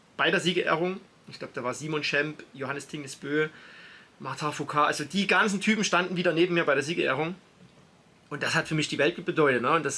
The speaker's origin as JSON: {"language": "German", "country": "Belgium", "said": "ich bin als Belgier auf Nummer 1 ins Ziel gekommen"}